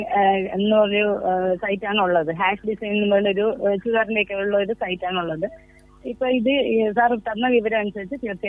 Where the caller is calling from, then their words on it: Aryanad, Kerala, India; ഞാൻ തിരുവനന്തപുരം ആര്യനാട് നിന്നാണ് വിളിക്കുന്നത്.